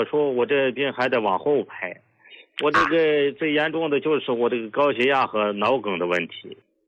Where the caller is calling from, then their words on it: Liaoning, China; 我家是辽宁的，我今年呢也都68岁了。